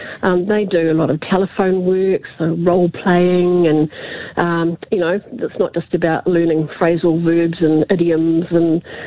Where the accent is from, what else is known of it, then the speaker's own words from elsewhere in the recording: New Zealand; accent: Kiwi; I'm a Kiwi, I'm outgoing, I love music, I love people, you know, and my English isn't too bad.